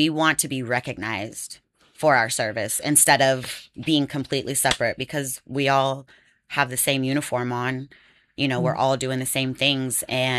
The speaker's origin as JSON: {"language": "English", "town": "Houston", "region": "Texas", "country": "United States", "tie": "born or raised there", "said": "I grew up in Texas, right, around the Houston area."}